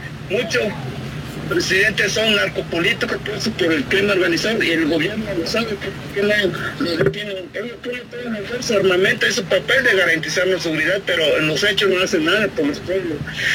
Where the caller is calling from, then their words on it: Alcozacán, Guerrero, Mexico; Como pueblo de la montaña de Alcozancán, que son aquí donde viene esperando la montaña baja